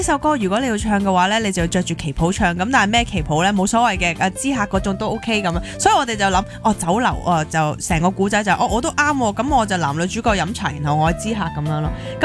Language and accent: Cantonese; Hong Kong; 酒楼呢样嘢系一个即系我哋香港人唔同世代都好都会做嘅嘢噶嘛，